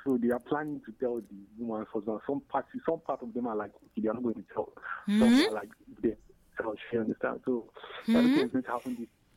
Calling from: Enugu, Enugu State, Nigeria; from Independence Layout.

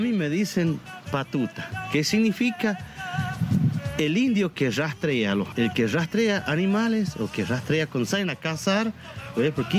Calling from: La Rioja, Argentina; Lo lindo que tenemos en esta zona, en este departamento, que es el departamento de Arauco.

